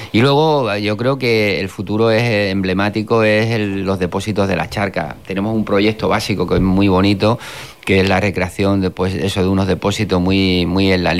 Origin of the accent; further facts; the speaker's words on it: Ceuta, Spain; moved away; Precisamente, yo soy de Ceuta